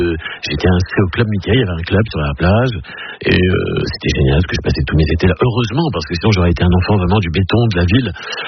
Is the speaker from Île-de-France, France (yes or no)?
yes; Paris, Île-de-France, France; je suis un petit poulbeau moi de Montmartre, j'étais dans le 18e et j'ai eu une vie de village finalement dans Paris, c'est le seul petit village dans Paris